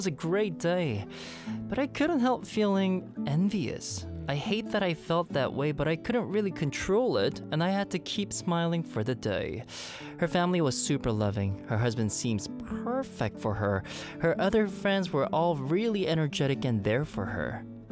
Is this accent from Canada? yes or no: yes; Montreal, Quebec, Canada; now in South Korea; So I was raised in Montreal